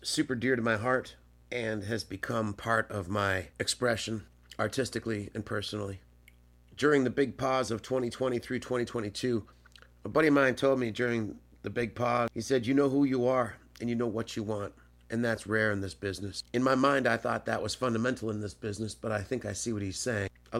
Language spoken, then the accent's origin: English; St. Catharines, Ontario, Canada; I'm an independent artist. I grew up in St. Catharines, Ontario.